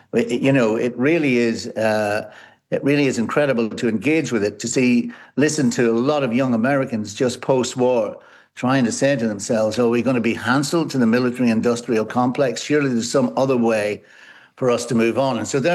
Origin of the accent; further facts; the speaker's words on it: Enniskillen, Northern Ireland, United Kingdom; from County Fermanagh. And, although we had Wilde and Beckett both in my hometown of Inniskillen, there's no reason why we couldn't have, heard a lot more of Kavanagh when I was at school.